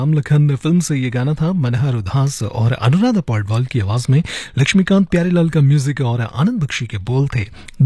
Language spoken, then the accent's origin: Hindi; Delhi, India; अब भाई हम दिल्ली वाले हैं, तेज गर्मी में भी हम लोग सुबह चाय पी कर जो है हमारी आंख खुलती है